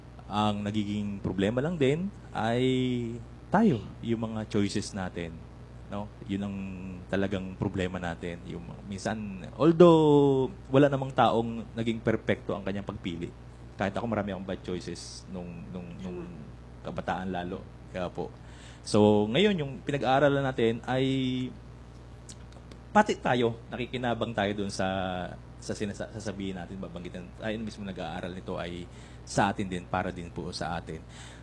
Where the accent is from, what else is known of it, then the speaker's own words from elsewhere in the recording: Roxas, Mimaropa, Philippines; Taga-Lagban ako, malapit lang ako sa dagat.